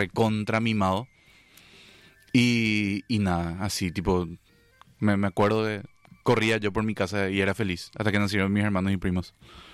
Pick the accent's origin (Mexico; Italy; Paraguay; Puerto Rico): Paraguay; Encarnación, Itapúa; born there; yo nací en Encarnación, ¿verdad? Es hace ya 36 años.